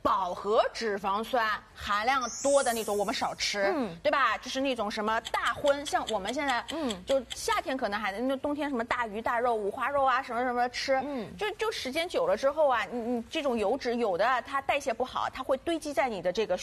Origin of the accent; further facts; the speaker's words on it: Shanghai, China; 我们上海人也很实惠的